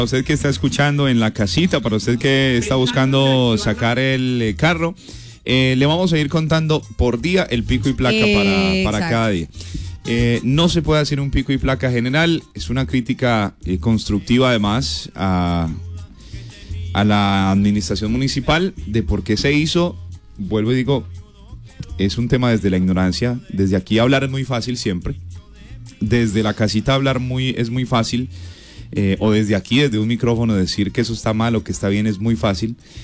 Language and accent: Spanish; Colombia; Finalmente somos colombianos.